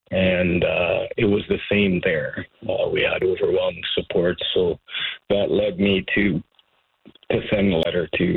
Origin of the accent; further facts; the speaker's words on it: St. Paul, Alberta, Canada; moved away; That's my hometown. I grew up there. I still have family there.